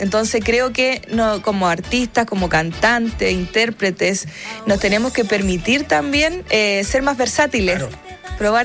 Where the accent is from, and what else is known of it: Chile